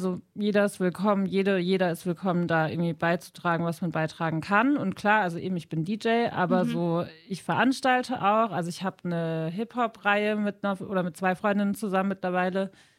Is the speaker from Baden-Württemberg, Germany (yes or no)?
yes; Karlsruhe, Baden-Württemberg, Germany; now in Stuttgart, Germany; ich komme aus Karlsruhe ursprünglich